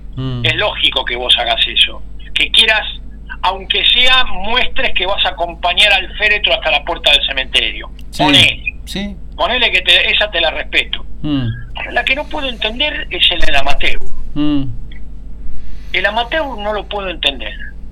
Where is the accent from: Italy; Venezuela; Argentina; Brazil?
Argentina; nosotros somos resilientes porque somos argentinos